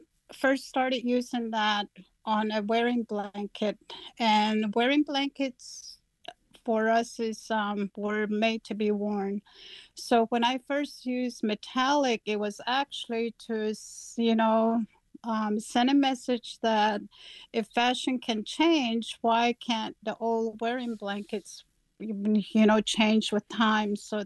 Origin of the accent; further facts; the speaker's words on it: United States; I was raised on Navajo land, and pay attention to my surroundings, the colors.